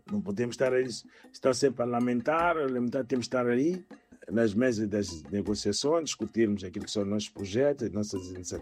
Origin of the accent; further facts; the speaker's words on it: Mozambique; now in Germany; Estamos aqui na Alemanha. A Alemanha é um Estado federal. E nós não temos nenhum projeto nenhum. Como moçambicanos aqui na Alemanha, isso não pode acontecer.